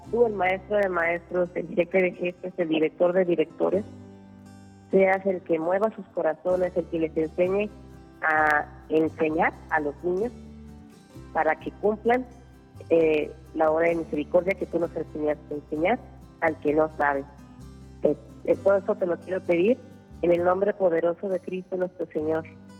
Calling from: Guadalajara, Jalisco, Mexico; desde Guadalajara

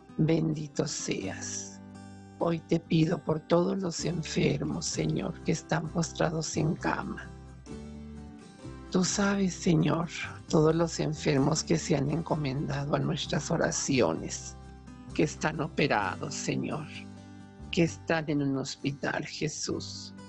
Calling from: Santa Bárbara, Chihuahua, Mexico; de Santa Bárbara, Chihuahua.

